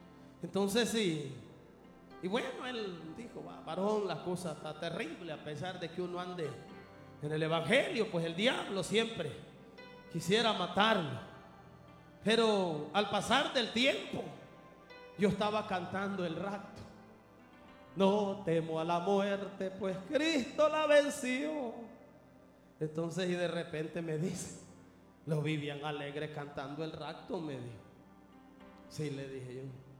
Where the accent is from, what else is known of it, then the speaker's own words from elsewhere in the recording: El Salvador; moved away; como yo soy del Salvador